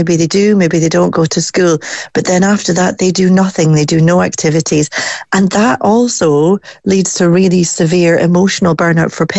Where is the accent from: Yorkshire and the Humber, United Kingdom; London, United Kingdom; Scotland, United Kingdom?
Scotland, United Kingdom; moved away; I'm from Scotland